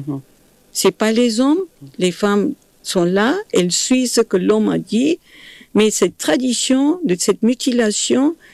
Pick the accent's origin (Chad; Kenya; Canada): Kenya; moved away; je viens du Kenya.